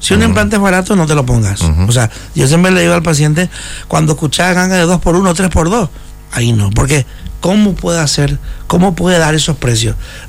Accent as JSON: {"language": "Spanish", "country": "Paraguay", "also_born_or_lived": "Brazil / Spain", "moved": "as an adult", "said": "Yo soy paraguayo, soy paraguayitina, y me fui a Brasil primero, después me fui a España"}